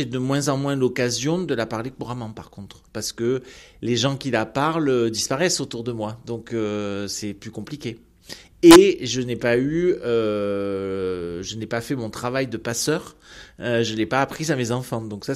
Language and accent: French; Occitanie, France; first language Occitan; Bah oui, je suis originaire de l'Asvinal. Mon tout premier contact, je suis incapable de vous le dire, parce que comme c'est ma langue maternelle, enfin en tout cas une de mes langues maternelles, c'est depuis toujours.